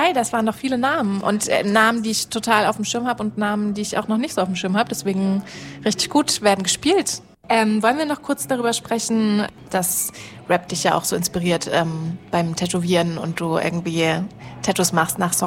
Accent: Switzerland; Ja, ich komme ja auch aus der Schweiz und da kommen auch gerade so geile auch weibliche Künstlerinnen nach und so.

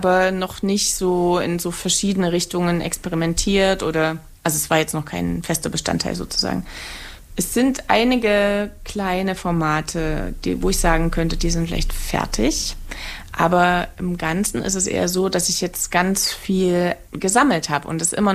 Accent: Saxony, Germany; Also da, wo ich herkomme, Erzgebirge, da driften die Jugendlichen mit dem Auto auf den Schneeflächen.

